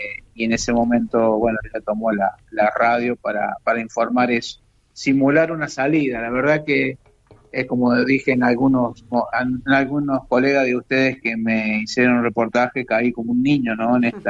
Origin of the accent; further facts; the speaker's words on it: Mendoza, Argentina; born there; now in Coronel Moldes, Argentina; Yo soy nacido en Mendoza y en el año 81 vine a vivir a Coronel Moldes.